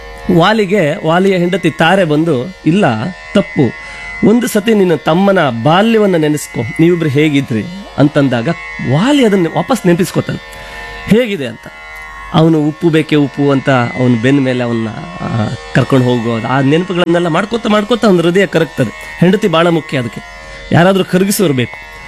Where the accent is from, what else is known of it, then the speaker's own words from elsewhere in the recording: Kundapura, Karnataka, India; ನಾವು ಕುಂದಾಪುರ ತುಳುವವರೆಲ್ಲ